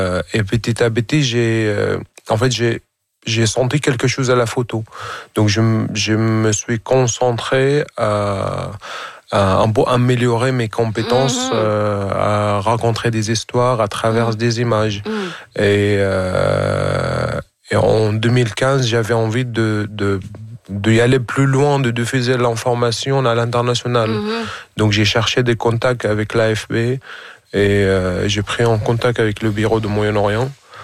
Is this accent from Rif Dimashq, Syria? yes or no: yes; Hamouria, Rif Dimashq, Syria; moved away; Je viens d'une ville qui s'appelle Hamouria, qui a c'est une ville qui compte 23 000 habitants.